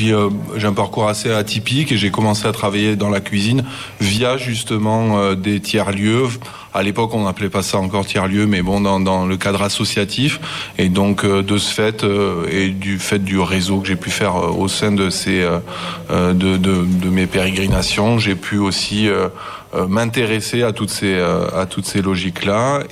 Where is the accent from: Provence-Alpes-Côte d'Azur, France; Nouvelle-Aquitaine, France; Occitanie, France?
Occitanie, France; Saint-Affrique; born there; je suis donc vraiment né au cœur du territoire, puisque je viens de la commune de Sainte-Afrique